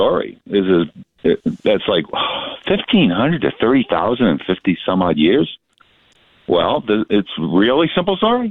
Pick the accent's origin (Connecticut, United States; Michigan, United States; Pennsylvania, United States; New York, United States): Connecticut, United States; I never traveled up here. I grew up in Connecticut.